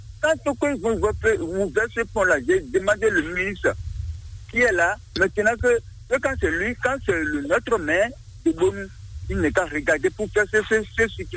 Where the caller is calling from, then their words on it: Bonou, Ouémé, Benin; Village à Gomaran, mairie de Bonou.